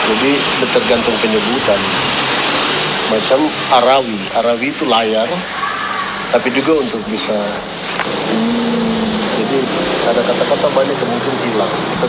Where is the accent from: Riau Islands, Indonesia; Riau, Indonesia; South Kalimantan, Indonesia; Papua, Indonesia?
Papua, Indonesia; Waropen; saya lahir bukan di Ansus. Saya besar di Waropen, waktu itu ikut Bapak kemana-mana tugas, saya ikut kemana-mana. Tapi terima kasih karena Bapak dan Mama karena sama-sama orang Ansus, mereka bicara di dalam rumah pakai bahasa Ansus.